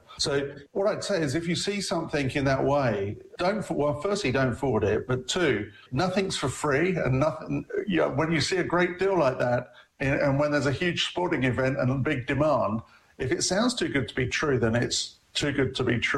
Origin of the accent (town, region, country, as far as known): England, United Kingdom